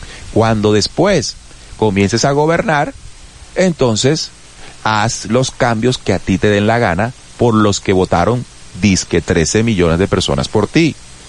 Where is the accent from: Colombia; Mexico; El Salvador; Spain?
Colombia